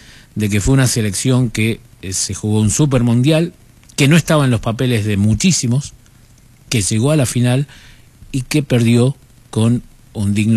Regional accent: Argentina; creo que nos tenemos que quedar como argentinos con eso.

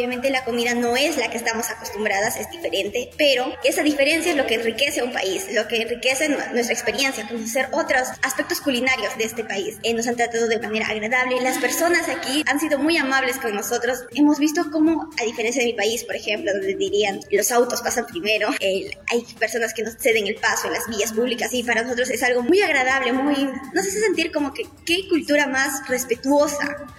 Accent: Peru; moved away as an adult; now in Catamarca, Argentina; conociendo no solo la realidad de mi país de origen, que es Perú y sus múltiples culturas, sino también lo que existe más allá de esto, que sería aquí, Argentina

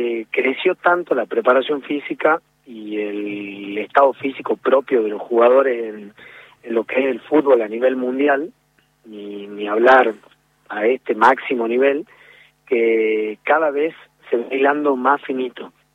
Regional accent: Argentina; Nosotros como argentinos lo vivimos

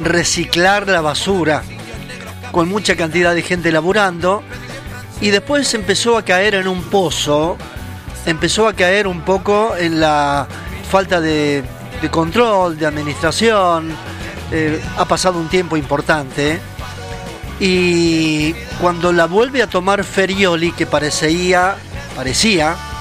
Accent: Argentina; Para eso somos argentinos.

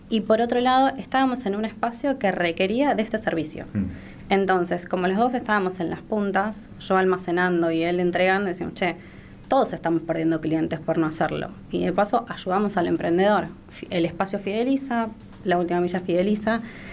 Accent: Argentina

